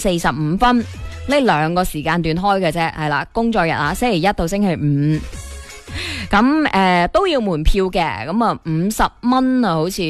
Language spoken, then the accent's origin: Cantonese; China; 因为据说呢当时係改变咗我哋中国人呢做唔出呢一个纯生啤酒嘅局面嘅咁。